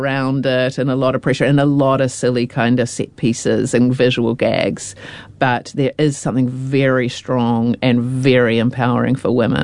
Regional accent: New Zealand; the first thing I said was, you know, I'm a Kiwi, yeah.

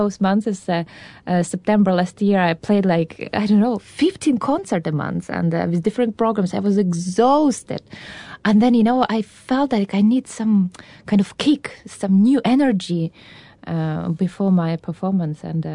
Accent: Ural, Russia; moved away as an adult; also born or lived in Moscow; now in Europe; I grew up in Ural.

